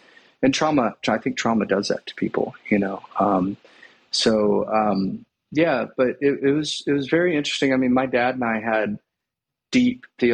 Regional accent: Atlanta, Georgia, United States; moved back to Atlanta when I was 12. But I was the typical rebellious American preacher's kid.

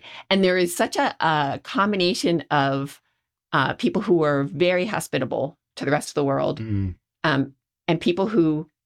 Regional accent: Bryn Athyn, Pennsylvania, United States; born there

